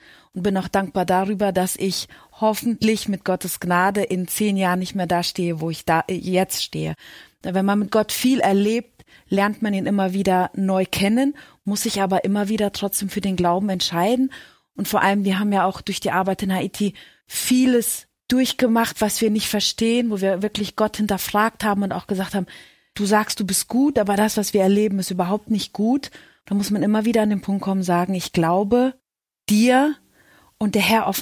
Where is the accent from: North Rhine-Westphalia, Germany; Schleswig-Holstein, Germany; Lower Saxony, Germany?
North Rhine-Westphalia, Germany; Augustdorf; Wir kommen hier aus Augsdorf, also gar nicht weit weg von Detmold, sind dort beide aufgewachsen, kennen uns auch beide schon von klein auf, haben die gleiche Schule besucht